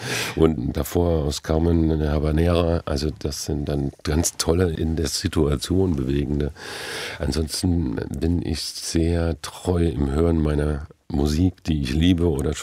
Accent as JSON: {"language": "German", "town": "Neustadt an der Weinstraße", "region": "Rhineland-Palatinate", "country": "Germany", "tie": "born or raised there", "moved": "yes", "said": "Neustadt hatte zu dem Zeitpunkt 50.000 Einwohner und wir wohnten, also meine Eltern hatten eine Bäckerei und wohnten auch noch in einer Art Vorort, also wie so eine Vorstadt. Mhm. Also nicht direkt im Zentrum, also eher ländlich."}